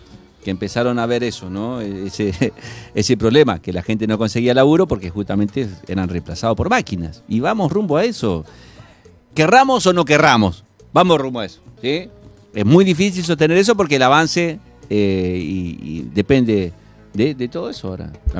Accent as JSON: {"language": "Spanish", "country": "Argentina", "said": "nosotros como argentinos"}